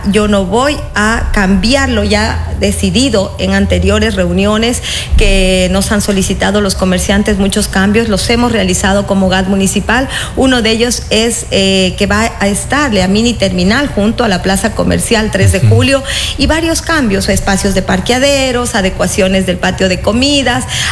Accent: Santo Domingo, Santo Domingo de los Tsáchilas, Ecuador; also born or lived in Quito; Nacimos en Quito, pero al mes de nacidos vinimos a Santo Domingo. Así que yo me siento santodomingueña

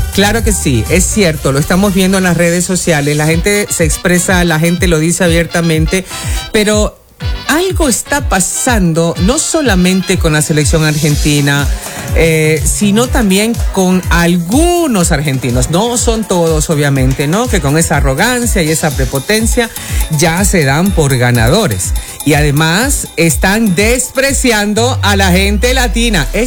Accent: Ecuador; now in Spain; Soy ecuatoriano, pero también me siento español, Cecilia.

